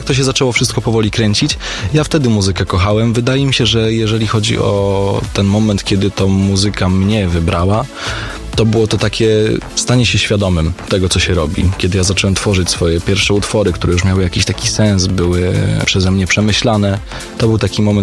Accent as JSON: {"language": "Polish", "town": "Praszka", "region": "Opole Voivodeship", "country": "Poland", "tie": "born or raised there", "also_born_or_lived": "Strojec", "said": "Ja się wychowywałem w Praszce, to jest miejscowość w województwie opolskim. Nieduża miejscowość, później przeprowadziłem się do wsi obok Strojec, ale raczej się jakoś tam identyfikuję jako ten praszkowiak."}